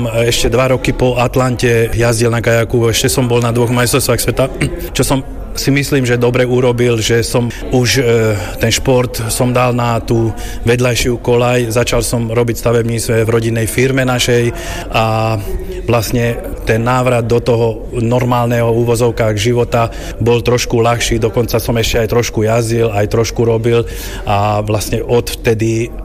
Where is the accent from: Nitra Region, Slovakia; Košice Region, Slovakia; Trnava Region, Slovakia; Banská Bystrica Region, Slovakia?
Nitra Region, Slovakia; Komárno; u nás v Komárne.